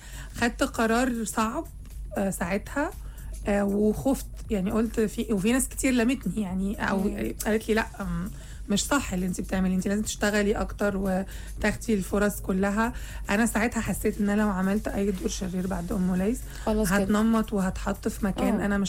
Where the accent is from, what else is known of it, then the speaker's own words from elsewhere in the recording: Syria; انا برضو بعمل، يعني انا سورية وبعمل الدور ده